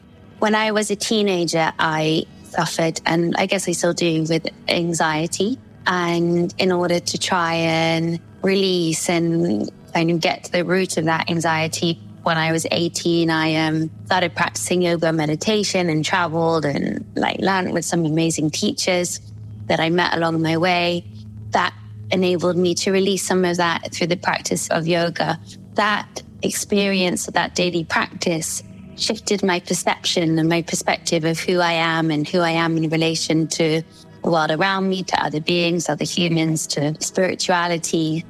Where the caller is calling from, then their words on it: South East England, United Kingdom; I am tuning in from West Sussex in the UK, kind of southwest of the UK.